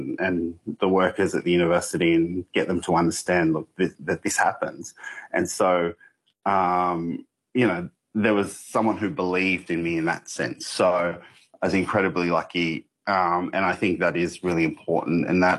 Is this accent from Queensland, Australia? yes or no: no; Bourke, New South Wales, Australia; growing up in Bourke. We only had three channels, SBS, ABC, and Nipaja.